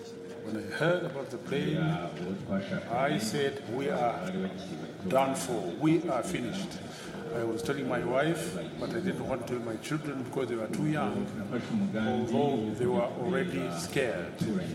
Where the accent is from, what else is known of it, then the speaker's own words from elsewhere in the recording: Rwanda; born there; I was born in Miboy, just down here in the village called Rezamenyo. That's where I'm living today